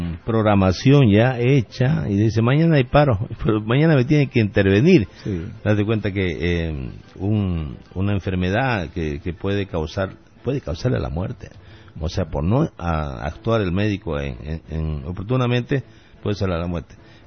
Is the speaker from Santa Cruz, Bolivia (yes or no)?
yes; Santa Cruz de la Sierra, Santa Cruz, Bolivia; de años que nosotros vivimos y nacimos aquí en Santa Cruz